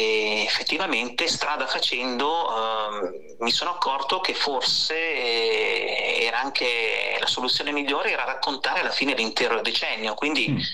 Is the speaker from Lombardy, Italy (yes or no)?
yes; Lombardy, Italy; born there; ero nel mio paese dove risiedo, che è un piccolo paese del Mantovano, di Limpenta